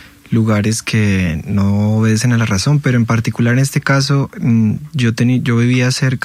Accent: Bogotá, Colombia; como muy bogotano que soy, a esta ciudad que amo

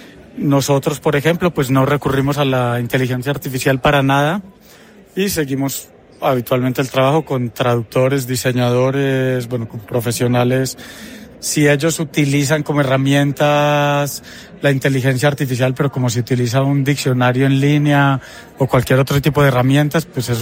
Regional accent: Colombia; moved away; Una personal, como te decía, yo soy colombiano. Antes de irme, participé en la Filbo varias veces

